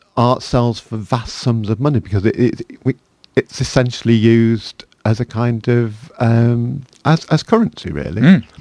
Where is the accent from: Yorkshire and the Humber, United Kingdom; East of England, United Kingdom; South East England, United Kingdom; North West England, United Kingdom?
North West England, United Kingdom; Manchester; which was from an image from where I grew up in Manchester, in Harper Hay.